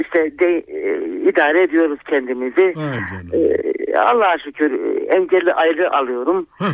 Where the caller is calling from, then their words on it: Çorum, Turkey; Ben Çorum Merkez'den arıyorum.